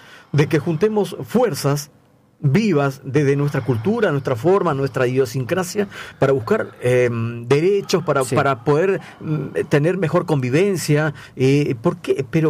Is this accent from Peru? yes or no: yes; Peru; now in Argentina; Yo, saben la gente que no soy argentino, que soy de la comunidad peruana, yo soy peruano, y que nosotros somos poquitos